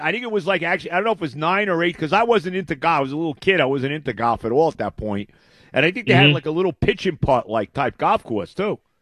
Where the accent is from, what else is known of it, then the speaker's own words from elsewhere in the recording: Elmwood Park, New Jersey, United States; when I grew up in Elmwood Park, it was East Patterson back then.